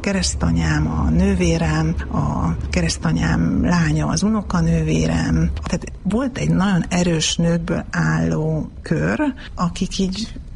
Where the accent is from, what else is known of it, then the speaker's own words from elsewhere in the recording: Tiszaföldvár, Jász-Nagykun-Szolnok, Hungary; born there; Tiszaföldváron, Tiszaföldváron születtem, és én vagyok a családnak az ötödik lánya. Apukám és anyukám második házasságában születtem, és Földvár egy tiszaparti kisváros.